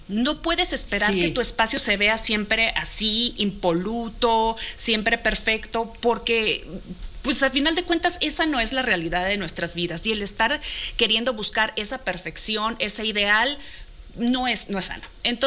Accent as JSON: {"language": "Spanish", "region": "Sonora", "country": "Mexico", "said": "La norteña, a final de cuentas norteña. Ajá. Soy de Sonora."}